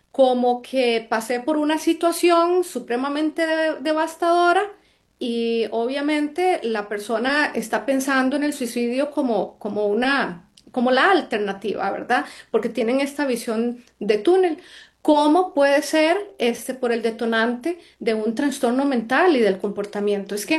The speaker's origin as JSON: {"language": "Spanish", "country": "Costa Rica", "said": "los espacios que sí requerimos como sociedad costarricense"}